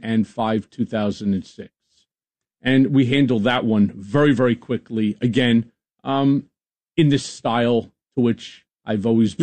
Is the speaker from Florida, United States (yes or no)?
no; Five Towns, Long Island, New York, United States; also born or lived in Brooklyn, New York / Washington; Yeah, I'm a lifelong New Yorker. I was born in Brooklyn. At the age of two, we moved out to the five towns of Long Island. After that, went to college in Washington.